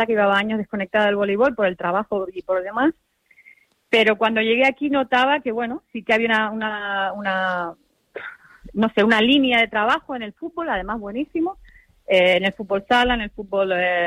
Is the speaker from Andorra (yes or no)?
yes; Andorra; moved away; also born or lived in Barcelona; yo soy de Barcelona, criada en Andorra